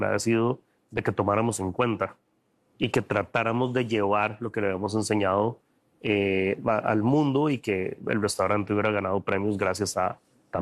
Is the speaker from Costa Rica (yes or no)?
yes; Costa Rica; para nosotros como costarricenses